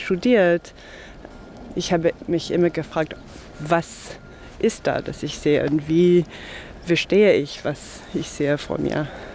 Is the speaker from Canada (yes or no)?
yes; Canada; German is a second language; also born or lived in Berlin; now in New York, United States; In Kanada haben wir rote Eichhörnchen, wo meine Mutter aufgewachsen ist im Wald.